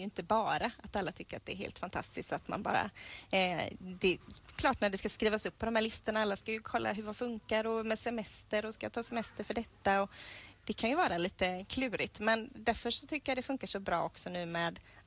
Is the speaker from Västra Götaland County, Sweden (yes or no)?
yes; Hönö, Västra Götaland County, Sweden; Jag kommer här från Hönö och växte upp i Hönö missionsförsamling och varit med på Hönökonferensen alla år sedan jag var liten.